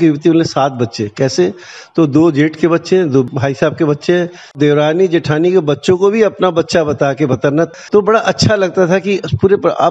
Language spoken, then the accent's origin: Hindi; Kolkata, West Bengal, India; मैं तो पैदा हुआ पला बड़ा कलकत्ता में, लेकिन मूल मेरा बिहार है।